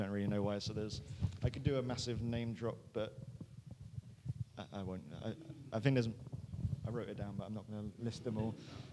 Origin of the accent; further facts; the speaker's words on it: Bristol, South West England, United Kingdom; from Bristol.